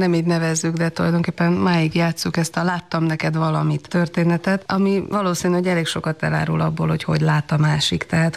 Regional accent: Transylvania, Romania; Ha erdélyi vagyok, akkor áprili módjára vagyok erdélyi, azt gondolom.

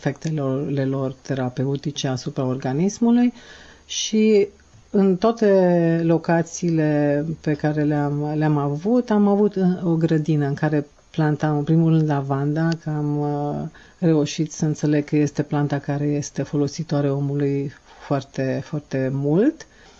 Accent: Romania; moved away as an adult; also born or lived in Bucharest; now in Canada; Am plecat din România în 84. Eu am terminat cosmetica la București și am fost fascinată de plante toată copilăria mea

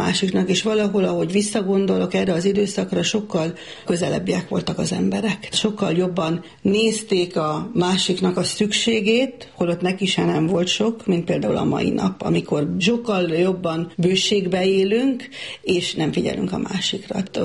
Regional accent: Bačko Dobro Polje, Vojvodina, Serbia; also born or lived in Subotica; innen faluról, Bács-Fekete-hegyről elkerültem Szabadkára, ott gimnáziumot kezdtem

